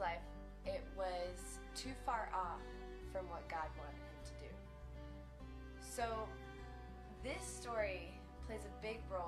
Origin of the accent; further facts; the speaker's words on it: Idaho, United States; And I'm from Idaho